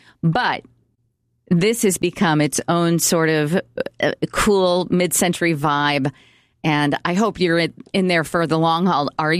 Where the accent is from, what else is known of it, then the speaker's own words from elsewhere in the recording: Elkhart, Indiana, United States; But I was born in Elkhart.